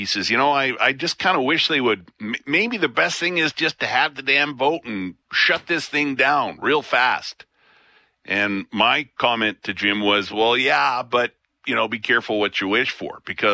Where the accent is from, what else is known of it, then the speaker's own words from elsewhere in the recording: Alberta, Canada; I mean, I know growing up in Alberta, even back then, I know there's always been this undercurrent of, you know, the rest of Canada doesn't appreciate us.